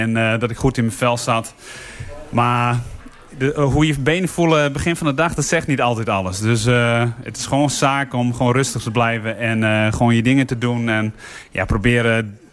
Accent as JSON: {"language": "Dutch", "region": "Friesland", "country": "Netherlands", "said": "als Fries zijnde"}